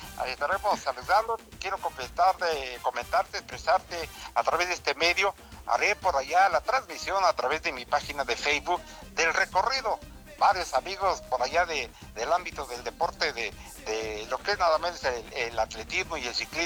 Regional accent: Oaxaca, Mexico; soy de Oaxaca, es lo más hermoso que tenemos

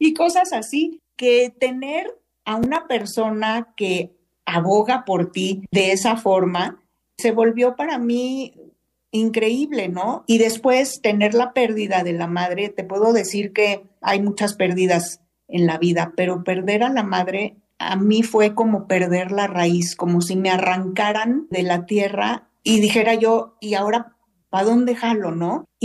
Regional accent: Mexico; así somos las mujeres mexicanas.

